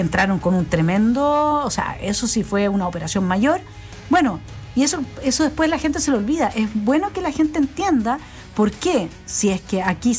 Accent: Araucanía, Chile; nosotros lo sabemos porque somos de la Araucanía

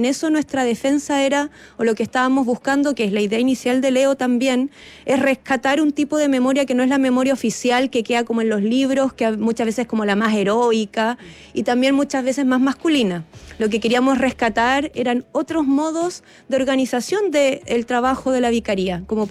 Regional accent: Chiloé, Los Lagos, Chile; also born or lived in Santiago; Yo soy chilota.

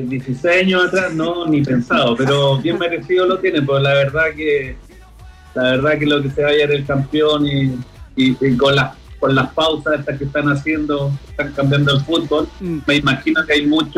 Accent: Chile; La verdad que es demasiado bueno para sentirse orgulloso como chileno

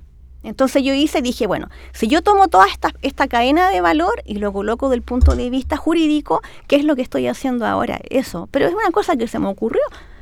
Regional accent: Concepción, Biobío, Chile; born there; moved away as an adult; now in Santiago, Chile; En Concepción, casi toda mi carrera la he ejercido acá en Santiago. O sea, en Concepción yo nací, me vine a los 23, me vine para acá. Así que soy muy santiaguina. Santiaguinizada total, pero mantengo mi

